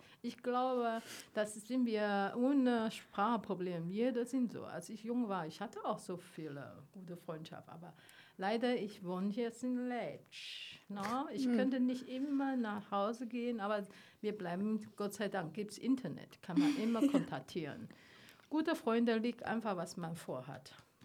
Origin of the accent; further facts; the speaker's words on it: China; German is a second language; Aber das ist genauso umgekehrt in meiner Heimat. Die würden sagen, hallo, Das heißt, können Sie nicht Vögel zwitschern vor uns zu tragen? Können wir ordentlich Chinesisch singen?